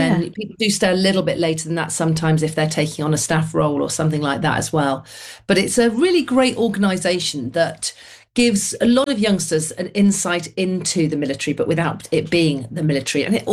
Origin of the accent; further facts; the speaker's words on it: Manchester, North West England, United Kingdom; So growing up in Manchester in the 1970s